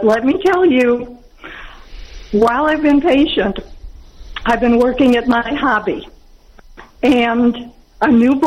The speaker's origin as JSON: {"language": "English", "region": "Illinois", "country": "United States", "moved": "yes", "said": "One more thing. I am from Illinois originally."}